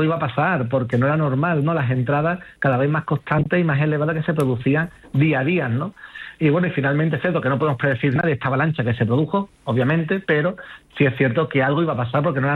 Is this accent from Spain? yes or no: yes; Ceuta, Spain; yo personalmente como ceutí, como español, pues muy decepcionado con el gobierno.